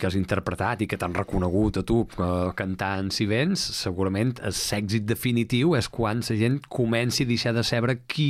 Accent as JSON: {"language": "Catalan", "area": "Menorca", "region": "Balearic Islands", "country": "Spain"}